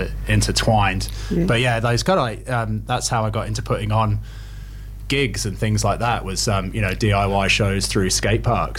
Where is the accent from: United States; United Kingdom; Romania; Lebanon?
United Kingdom; England; moved away; also born or lived in New Zealand; I was born in New Zealand, but I grew up in England. And I spent half my life over here